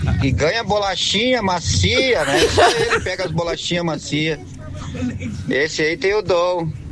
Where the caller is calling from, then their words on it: Rio Grande do Sul, Brazil; Sou gaúcho, já tenho quase 50. Né? Então, eu sou bem tradicionalista.